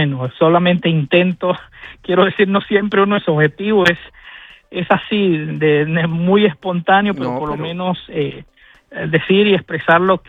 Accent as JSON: {"language": "Spanish", "country": "Honduras", "said": "Yo como hondureño"}